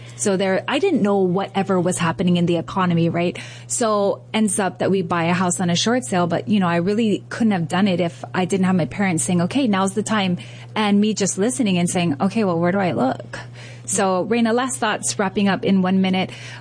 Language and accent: English; Hawaii, United States; Yeah, and I want to say for me as a Hawaiian, it's so important that I preach this message to other Hawaiians, because owning land is a thing.